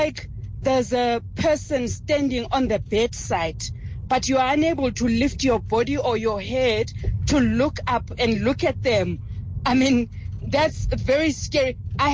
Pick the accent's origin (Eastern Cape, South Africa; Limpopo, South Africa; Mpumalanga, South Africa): Limpopo, South Africa; So I grew up in Limpopo, and I've experienced this thing called sekgateledi.